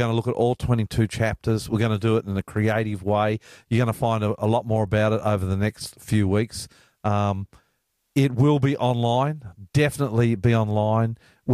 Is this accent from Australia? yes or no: yes; Australia; I'm the Aussie pastor, and I love you.